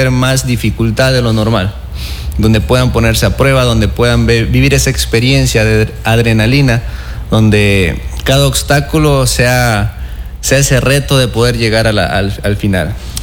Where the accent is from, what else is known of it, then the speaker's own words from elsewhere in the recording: Manabí, Ecuador; moved away as an adult; now in Santo Domingo, Ecuador; Yo soy de Manabí y desde que vivo acá en Santo Domingo ya casi 10 años